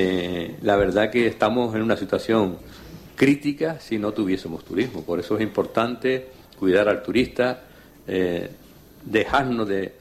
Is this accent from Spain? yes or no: yes; Canary Islands, Spain; No digo que los canarios ya no tengamos planificación.